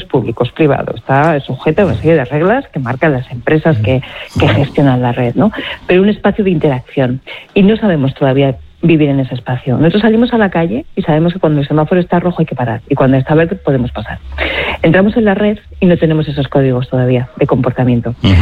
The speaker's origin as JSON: {"language": "Spanish", "region": "Aragon", "country": "Spain", "said": "yo soy aragonesa"}